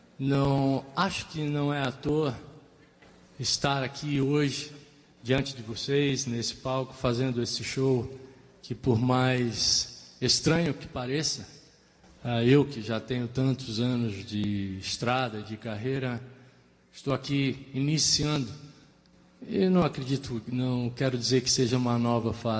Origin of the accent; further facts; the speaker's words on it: São Paulo, Brazil; Tocar em São Paulo é sempre primordial, é o meu marco zero, é a cidade onde nasci, onde moro, onde nasceram 4 dos meus filhos.